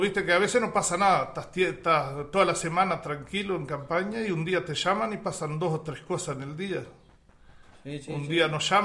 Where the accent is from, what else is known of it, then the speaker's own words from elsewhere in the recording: Tacuarembó, Uruguay; Yo nací en Laureles, más específicamente. Soy de Paso Fialo, ahí, antes de llegar a Laureles. Y me crié ahí